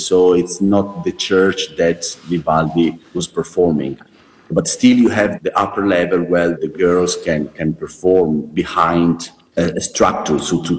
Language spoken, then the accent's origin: English; Venice, Veneto, Italy; Because Venice is my hometown